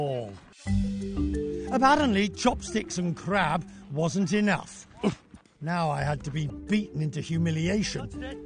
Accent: United Kingdom; After all, I'm British.

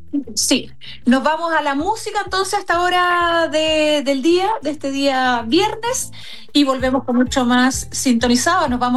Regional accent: Osorno, Los Lagos, Chile; now in Santiago, Chile; Soy sureña, soy de Osorno, estoy acostumbrada a la lluvia

